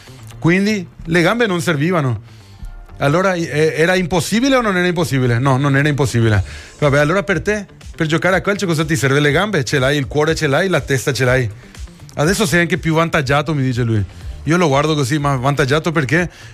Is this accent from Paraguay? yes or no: yes; Paraguay; now in Italy